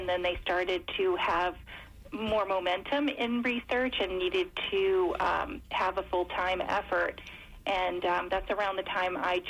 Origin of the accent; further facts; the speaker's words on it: New York, United States; now in Philadelphia, United States; I grew up in New York, but I moved actually to outside of Philadelphia to take this role with FARA.